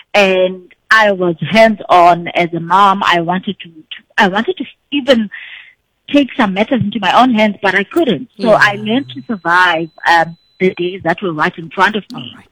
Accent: Ekondweni, Tanzania; English is a second language; So the woman behind it all is, I would say, is just an ordinary woman from born and raised in Tanzania, Ekondweni. That's me behind all these titles.

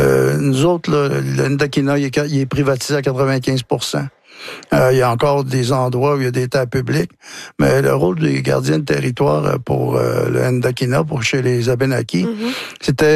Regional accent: Wôlinak, Quebec, Canada; Chez nous, à Wolinak, la langue avait été éteinte.

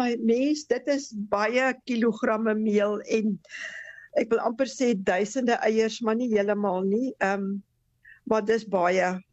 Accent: Graaff-Reinet, Eastern Cape, South Africa; moved away as an adult; also born or lived in Pietermaritzburg / Stellenbosch / Karoo; now in Langebaan, South Africa; ek kom van die Karoo af, ek is in Maritzburg gebore, kom van Graaf Reinet groot geword, toe maar gaan swat in Stellenbosch, waar ek vir Liefie ontmoet het, en ons is getroud, en die wye wêreld vol getrek.

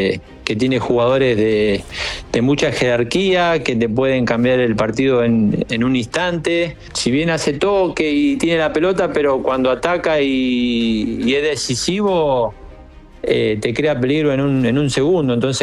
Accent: Argentina; yo siendo argentino obviamente quiero ganar la Inglaterra

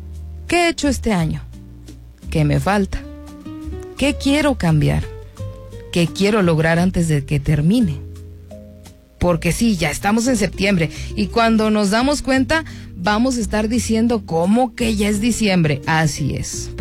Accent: Mexico; eso sí que nos representa como mexicanos

